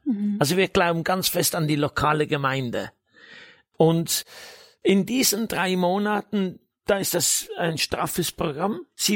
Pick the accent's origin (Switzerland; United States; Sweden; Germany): Switzerland; moved away; nach fast 40 Jahren bin ich wieder in meinem Heimatland. Hätte ich nie gedacht.